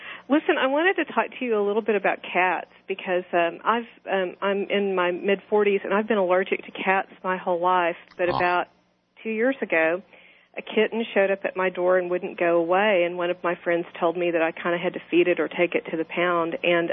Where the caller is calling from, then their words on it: San Antonio, Texas, United States; calling from San Antonio.